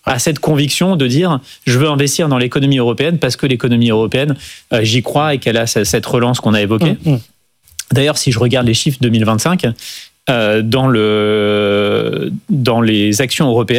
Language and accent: French; France; on est français, on veut investir dans notre économie